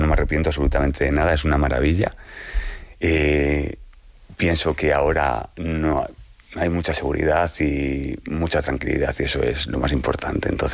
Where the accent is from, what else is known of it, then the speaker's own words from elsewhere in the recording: Brunete, Community of Madrid, Spain; also born or lived in Carabanchel; Porque yo me crié allí. O sea, yo pasé de Carabanchel hasta luego me crié en Brunete.